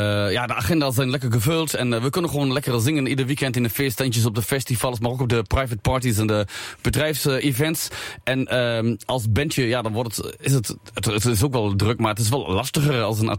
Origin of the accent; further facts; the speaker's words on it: Germany; Dutch is a second language; now in Netherlands; als import-Nederlander, als Duitser